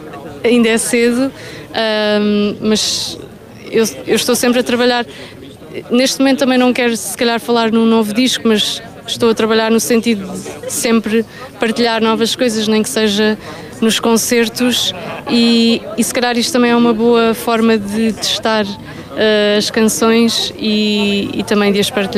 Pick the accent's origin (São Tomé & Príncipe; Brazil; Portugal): Portugal; Leiria, Centro; eu sou daqui da região, sou de Leiria